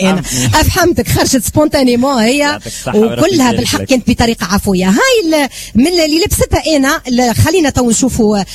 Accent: Sfax, Sfax Governorate, Tunisia; احنا في صفاقس

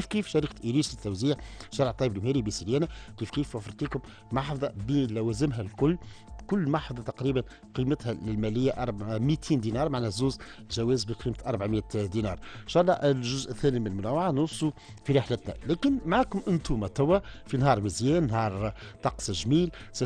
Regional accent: Tunisia; عندنا في تونس

